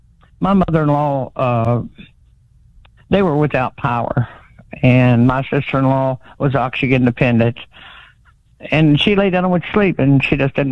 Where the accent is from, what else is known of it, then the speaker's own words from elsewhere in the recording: West Virginia, United States; lived here my whole life, and we're strong people. We're resilient people. I have such a love for my hometown and for West Virginia and its people.